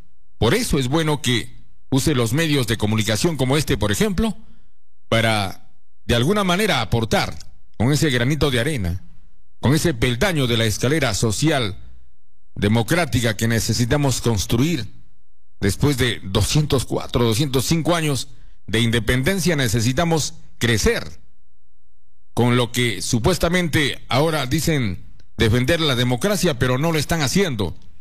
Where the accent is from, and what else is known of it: Peru